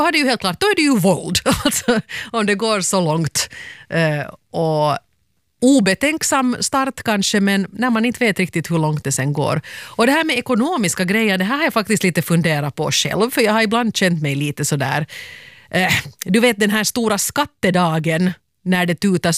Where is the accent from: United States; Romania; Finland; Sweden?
Finland; Nej, man blir tyvärr inte jätterik som finlandssvensk författare.